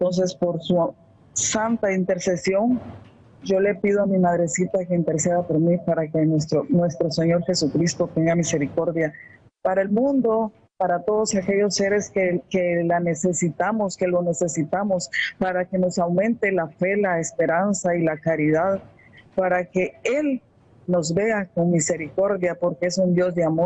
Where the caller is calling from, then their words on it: Zacapa, Guatemala; estoy llamando de Guatemala, del oriente del país, Zacapa